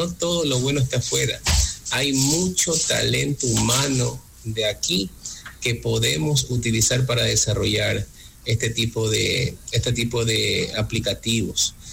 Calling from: Ecuador

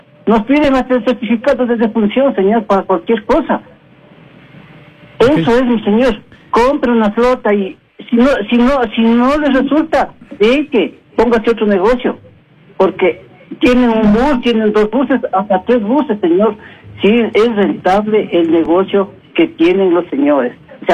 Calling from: Quito, Pichincha, Ecuador; vivo en Calderón

